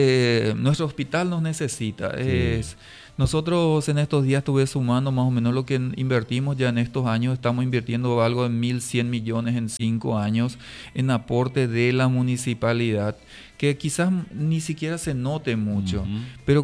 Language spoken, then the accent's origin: Spanish; Paraguay; somos paraguayos, por sí. Sobre todo somos todos paraguayos